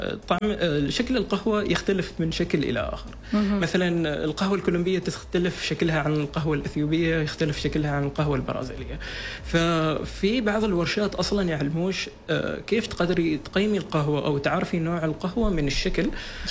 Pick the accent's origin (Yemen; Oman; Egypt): Oman